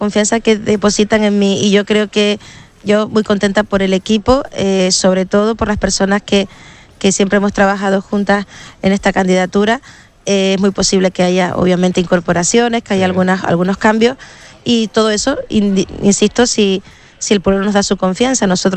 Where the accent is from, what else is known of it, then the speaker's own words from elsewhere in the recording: Candelaria, Canary Islands, Spain; la Virgen de Candelaria y la labor social que realizan en nuestro municipio